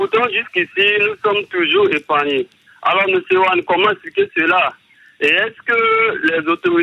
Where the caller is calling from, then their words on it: Bangui, Central African Republic; En fait, je suis à Bangui, à la frontière de la RDC.